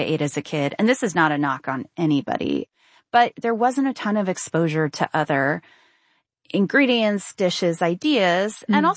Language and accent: English; New York, United States; I grew up in the New York area.